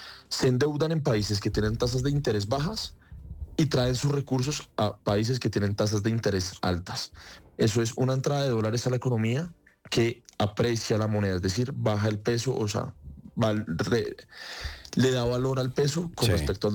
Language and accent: Spanish; Colombia